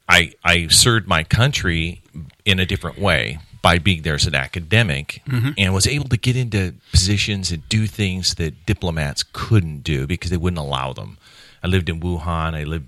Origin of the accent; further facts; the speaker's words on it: Redding, California, United States; born there; being born in Reading, California, and the fact that I'm an American.